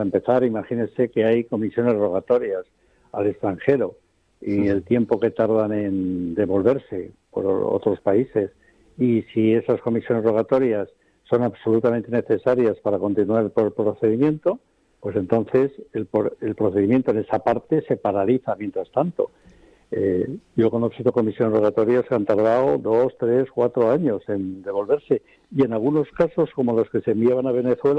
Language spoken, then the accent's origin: Spanish; Spain; pero eso verlo en mi país de otra forma es que me impresiona